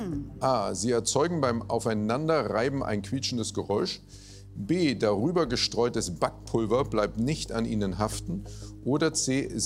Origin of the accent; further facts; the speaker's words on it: Saxony-Anhalt, Germany; born there; Ich bin in Sachsen-Anhalt geboren.